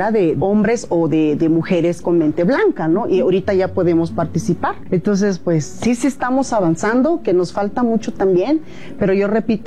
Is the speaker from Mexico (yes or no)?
yes; Mexico; first language Amuzgo; Spanish is a second language; De donde yo vengo, pensaba que se hablaba, en mi caso, que yo hablo el amuzgo, pensé que aquí también se hablaba.